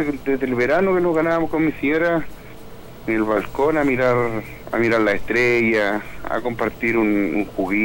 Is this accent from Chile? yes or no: yes; Constitución, Maule, Chile; Yo soy nacido y criado acá en Constitución